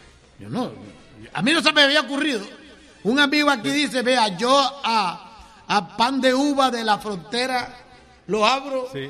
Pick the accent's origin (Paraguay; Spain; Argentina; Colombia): Colombia; Soledad, Atlántico; born there; Yo nací en El Porvenir.